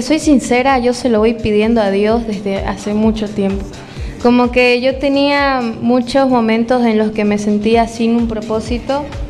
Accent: Bolivia

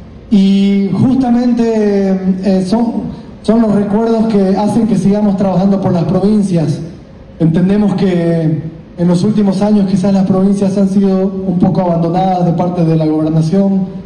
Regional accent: Santa Cruz, Bolivia; born there; a todos los concepcioneños, a todos los cruceños, a todos los cambas, los que nacimos en esta tierra

